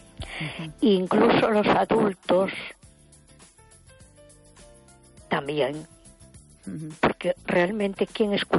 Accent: A Coruña, Galicia, Spain

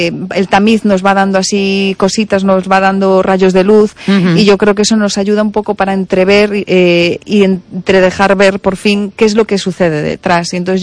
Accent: Vilalba, Galicia, Spain; yo soy de Vilalba, Lugo

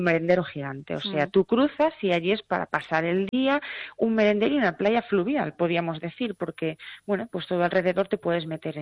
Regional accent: Lugo, Galicia, Spain; somos aquí de Lugo y demás, pues bueno, al final pues uno se va aquí, que queda relativamente cerca

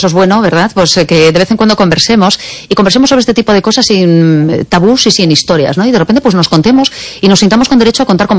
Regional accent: A Coruña, Galicia, Spain; now in Vigo, Spain; Mira, yo soy una coruñesa afincada en Vigo también, pero soy coruñesa de origen y hay gente que no entendía cómo es posible que pueda amar a las dos

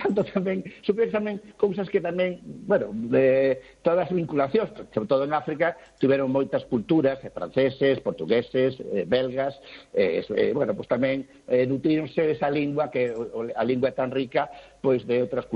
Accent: Galicia, Spain; non, son galego, estou unha beiriña e tal.

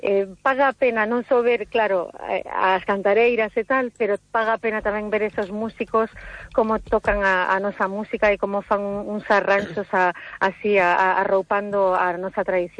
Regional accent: Brussels, Belgium; born or raised there

